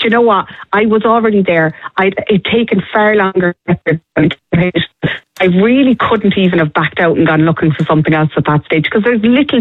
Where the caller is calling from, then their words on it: County Clare, Ireland; I'm from County Clare.